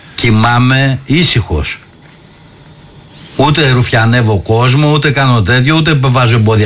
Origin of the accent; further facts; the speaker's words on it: Pyrgos, Western Greece, Greece; born there; moved away as an adult; also born or lived in Kalamata; now in Athens, Greece; Εγώ γεννήθηκα στην Καλαμάτα. 5 Ιουλίου του 1977. Σε λίγες μέρες είμαι 49 χρονών. 9 χρονών έφυγα από το σπίτι. Έπεσε το σπίτι στην Καλαμάτα και πήγα στον πύργο.